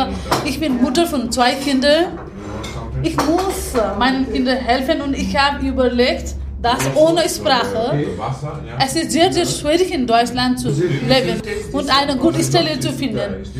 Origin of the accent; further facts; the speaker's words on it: Nepal; German is a second language; moved away as an adult; now in Münster, Germany; Ja, ursprünglich komme ich aus Nepal.